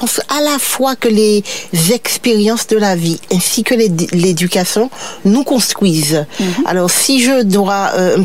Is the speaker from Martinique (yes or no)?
yes; Rivière-Salée, Martinique; Alors, j'ai grandi dans une famille de 9 enfants. Ma mère a quand même perdu 2 garçons très tôt. Donc, nous étions 7. On a grandi... Pour ma part, j'ai grandi à Rivière-Sal